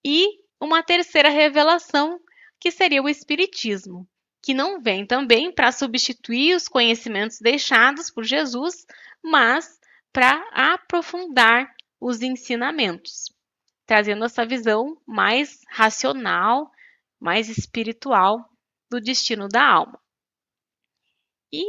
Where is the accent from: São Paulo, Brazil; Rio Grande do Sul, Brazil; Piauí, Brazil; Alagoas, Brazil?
Rio Grande do Sul, Brazil; Santa Maria; Eu sou de Santa Maria.